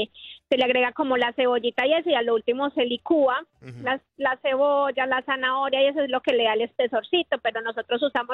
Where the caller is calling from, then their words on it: Colombia; yo soy colombiana